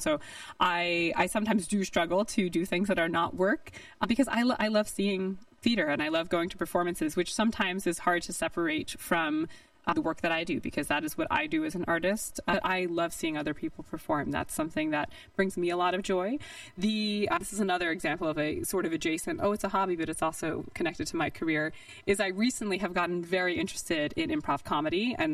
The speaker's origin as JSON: {"language": "English", "region": "New York", "country": "United States", "tie": "born or raised there", "moved": "yes", "lives_now": "Modesto, United States", "said": "especially growing up in New York"}